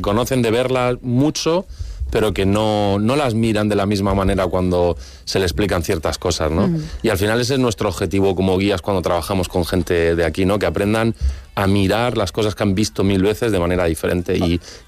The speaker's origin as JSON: {"language": "Spanish", "town": "Cartagena", "region": "Region of Murcia", "country": "Spain", "said": "Cartagena no es una ciudad tan monumental como esas otras que he nombrado, evidentemente ni lo somos ni lo seremos"}